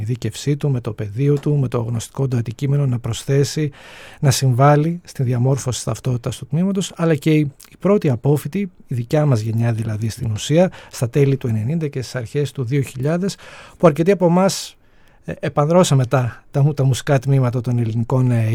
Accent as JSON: {"language": "Greek", "town": "Athens", "region": "Attica", "country": "Greece", "moved": "as an adult", "said": "τότε που ήρθα από την Αθήνα στη Θεσσαλονίκη, έτσι για πρώτη φορά και καταστάθηκα"}